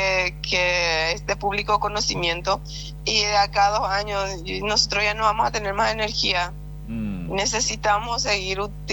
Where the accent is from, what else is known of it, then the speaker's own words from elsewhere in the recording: Bahía Negra, Alto Paraguay, Paraguay; yo soy de la comunidad puertodiana, del distrito de Bahía Negra, soy del pueblo de Xir Chamacoco.